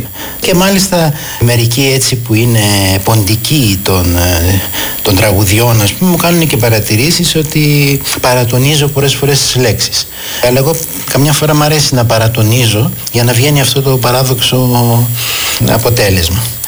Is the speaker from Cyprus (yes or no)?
no; Cairo, Cairo Governorate, Egypt; Στο Κάιρο, επειδή ξέρεις, η ήχη είναι μια κατάσταση του δρόμου